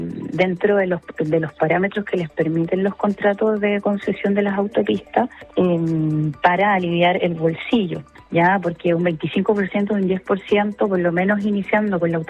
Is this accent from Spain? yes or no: no; Chile; somos chilenos todos